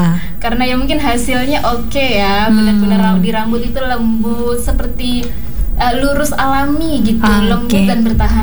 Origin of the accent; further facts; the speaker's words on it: Kobisonta, Maluku, Indonesia; now in Fakfak, Indonesia; saya kan dulu masih di sana tuh, masih di Kobisonta di kampung saya.